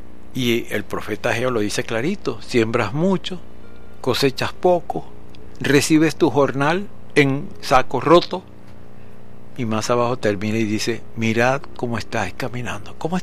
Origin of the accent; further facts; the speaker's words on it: Carúpano, Sucre, Venezuela; Yo me crié en Carúpano. Y era Casanay. La carretera era de tierra y no había transporte como ahora.